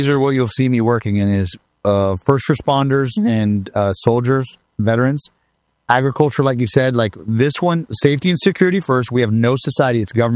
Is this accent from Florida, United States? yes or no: yes; Florida, United States; there's a great pride in being an American, a great pride in being a Floridian.